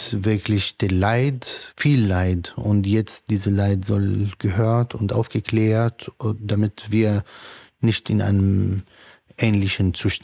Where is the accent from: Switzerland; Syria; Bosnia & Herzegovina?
Syria; die wir als Syrer seit Jahrzehnten anstrebten.